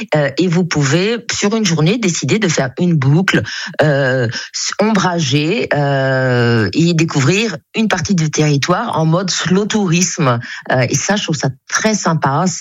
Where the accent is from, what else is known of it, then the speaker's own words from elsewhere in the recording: Tours, Centre-Val de Loire, France; parce que je suis tourangelle, je suis née à Tours et je reviendrai évidemment dans mon berceau familial qui est le château de Champchevrier au milieu des bois.